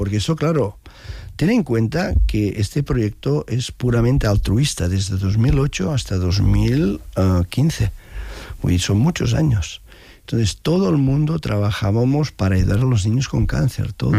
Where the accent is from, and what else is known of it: Arenys de Mar, Catalonia, Spain